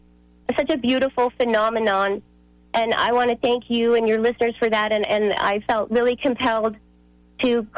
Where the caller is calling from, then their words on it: Edmonton, Alberta, Canada; I'm calling from Edmonton, Alberta.